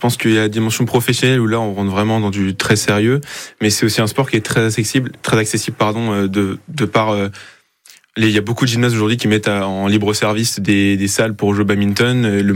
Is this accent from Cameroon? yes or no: no; Nantes, Pays de la Loire, France; moved away as an adult; now in La Rochelle, France; Ben moi, à la base, je viens de Nantes.